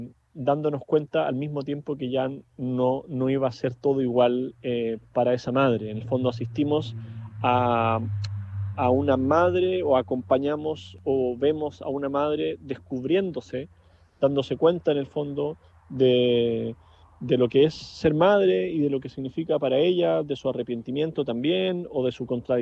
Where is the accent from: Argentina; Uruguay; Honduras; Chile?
Chile; Yo me siento más que un cineasta chileno, me siento un cineasta latinoamericano